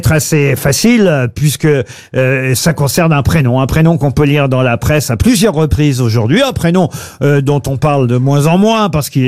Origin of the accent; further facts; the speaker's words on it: France; chez nous en France.